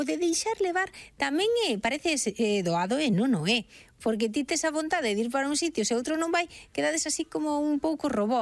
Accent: Ourense, Galicia, Spain; E agora vámonos directamente a Ourense, que non é porque sexa a miña cidade natal, senón porque é preciosa

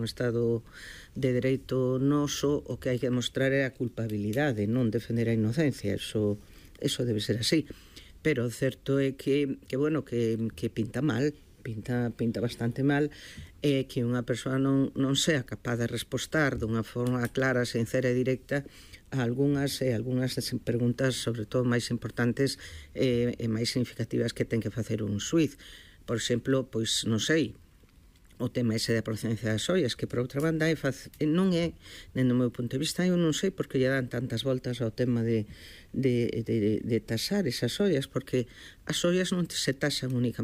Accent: Santiago de Compostela, Galicia, Spain; porque non son de Vigo, son de Santiago, e entón mellor por eso.

